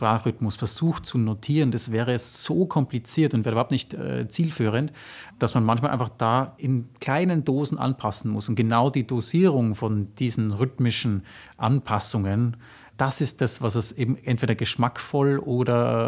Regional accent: Graz, Styria, Austria; weil ich bin ja gar kein Wiener, ich bin ja Grazer

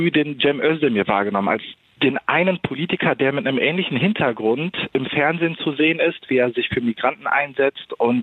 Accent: Germany; Ich bin in Deutschland aufgewachsen, aber nicht in Deutschland geboren und wir waren lange Zeit in einem Duldungsprozess, also Asylprozess.

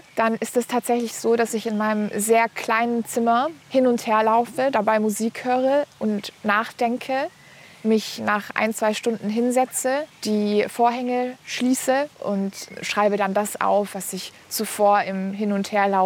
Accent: Berlin, Germany; ich komme aus Berlin, Jahrgang 98.

